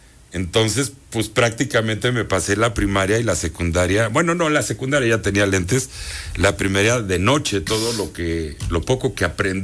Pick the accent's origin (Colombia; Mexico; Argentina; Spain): Mexico; Puebla; born there; Nací en Puebla.